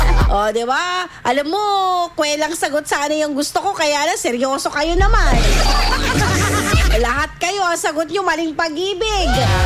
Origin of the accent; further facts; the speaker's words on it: Calasiao, Ilocos Region, Philippines; taga-Kalasyaw ako kung saan maraming mga tinapa